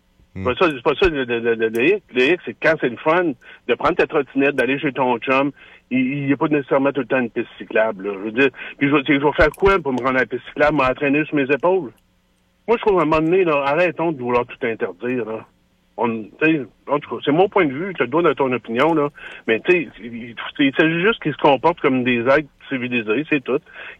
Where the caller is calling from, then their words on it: Quebec City, Quebec, Canada; J'habite à Charlebourg.